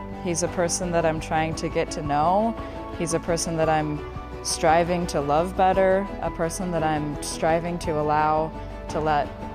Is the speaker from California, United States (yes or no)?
no; Butte, Montana, United States; now in Missoula, United States; I am from Butte, Montana originally, but I live here in Missoula and have for about 10 years.